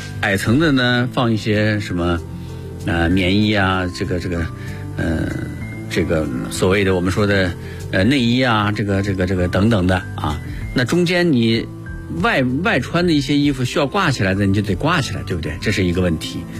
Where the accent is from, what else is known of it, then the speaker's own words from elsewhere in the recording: China; 所以呢不是很适合我们中国人的家庭，